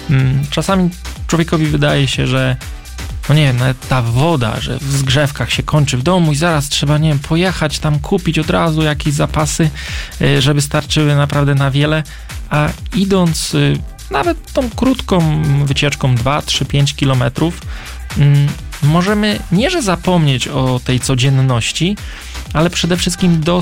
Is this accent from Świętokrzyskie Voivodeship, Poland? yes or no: yes; Świętokrzyskie Voivodeship, Poland